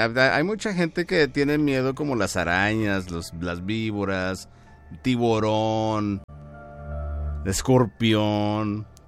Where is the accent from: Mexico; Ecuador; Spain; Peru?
Mexico; Coahuila; yo crecí en Ejido Morelos.